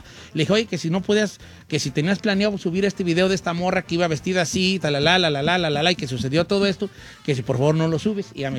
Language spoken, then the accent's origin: Spanish; La Sauceda, Mexico; Y yo andaba en la Sauceda, mi pueblo querido, que le mando un abrazo a toda la gente. Qué bonito cariño de recibir de la gente de mi pueblo.